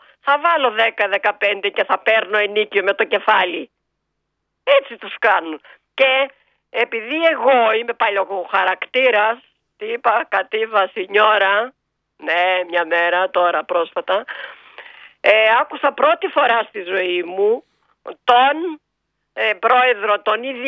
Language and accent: Greek; Ioannina, Epirus, Greece; τρελαίνομαι για τα Γιάννενα, καλά δεν πέφτω κάτω, καθόλου, επειδή είναι η πατρίδα μου.